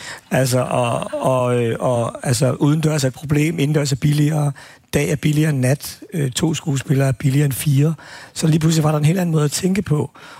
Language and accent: Danish; Albertslund, Capital Region of Denmark, Denmark; jeg er sådan lidt arveligt belastet, fordi at jeg voksede op i Appelslund, hvor vi havde to fængsler.